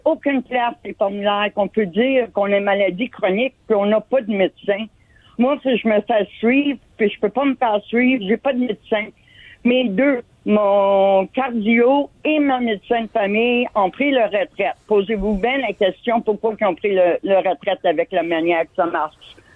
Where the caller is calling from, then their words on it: Lévis, Quebec, Canada; Puis moi, si vous voulez savoir où je suis, je suis à Lévis.